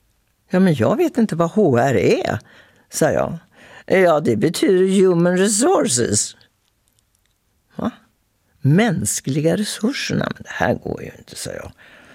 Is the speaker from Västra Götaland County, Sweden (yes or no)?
no; Linköping, Östergötland, Sweden; now in Stockholm, Sweden; Och så är vi båda från Bomvirsan. Vi är lantisar alltså. Jag är från Linköping, han från Grisslehamn. Och har båda begett oss till Stockholm för att överleva.